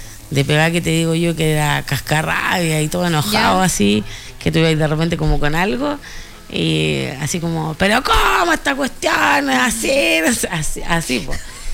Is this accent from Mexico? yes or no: no; Chile; Yo creo que eso ya es parte como del chileno. Es como parte de nuestra cultura, el pelambre, po.